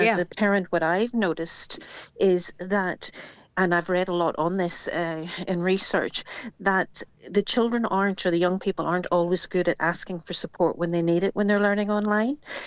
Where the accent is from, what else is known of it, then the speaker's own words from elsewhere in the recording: Northern Ireland, United Kingdom; now in Mull, United Kingdom; I'm from Northern Ireland